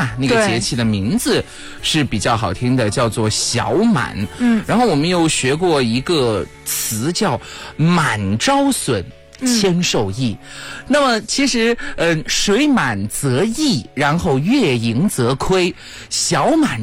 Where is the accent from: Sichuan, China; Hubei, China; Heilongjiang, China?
Sichuan, China; accent: Sichuanese; 这个满在我们四川话来说都叫闷呐